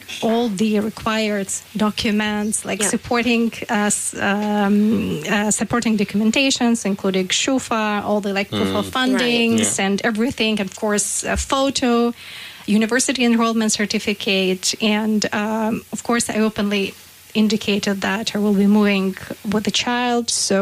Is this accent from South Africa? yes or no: no; Ukraine; moved away as an adult; now in Hamburg, Germany; I don't know what the situation will be in my home country.